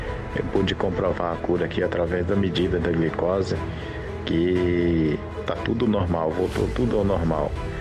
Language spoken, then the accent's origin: Portuguese; Periquito, Minas Gerais, Brazil; sou de Periquito, Minas Gerais.